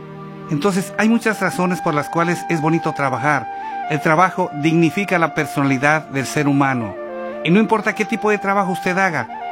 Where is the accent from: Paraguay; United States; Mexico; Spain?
Mexico; moved away; Amo México. También amo mucho a este país porque me ha dado cosas que yo jamás pensé que pudiera obtener allá en mi país mexicano.